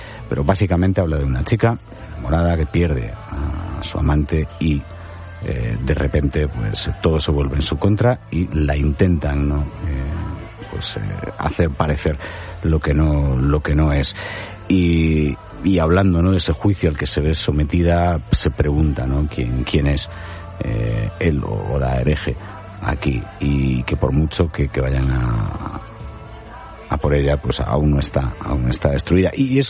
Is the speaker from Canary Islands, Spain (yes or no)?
no; Galicia, Spain; Como buen gallego, pues ya sabéis que hay de todo. Hay bruxas, hay meigas.